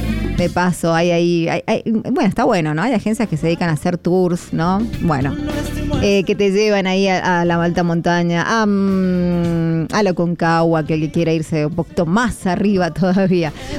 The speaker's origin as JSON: {"language": "Spanish", "region": "Mendoza", "country": "Argentina", "said": "Bueno, nosotros, ¿qué podemos hacer como mendocinos, Señor? Manda nieve."}